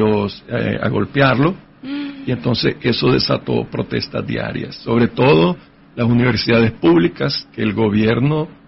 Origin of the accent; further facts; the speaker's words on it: Managua, Nicaragua; Pues yo soy de Managua, Nicaragua. Nací en 1963, tengo 61 años de edad.